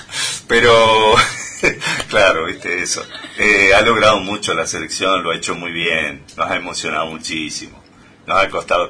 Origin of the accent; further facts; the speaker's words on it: Argentina; lo hicimos como apoyo, como hinchada, como argentinos.